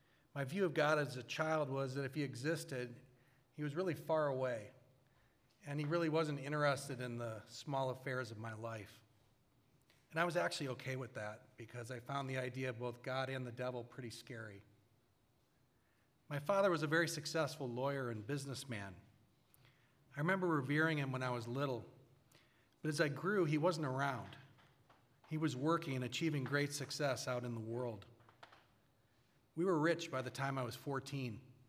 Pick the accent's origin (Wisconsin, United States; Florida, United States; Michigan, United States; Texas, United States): Michigan, United States; Grosse Pointe Farms; I grew up in Michigan, in Grosse Pointe Farms, Michigan, which is an affluent, old-money suburb of Detroit. I'm the oldest of two. I had a younger sister, Laura. We were cultural Catholics, as was just about everyone we knew.